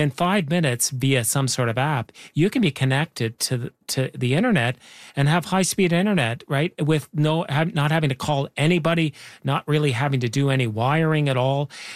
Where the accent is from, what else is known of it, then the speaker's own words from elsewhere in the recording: Nova Scotia, Canada; I grew up in Nova Scotia and I remember trying to get internet at my parents' cabin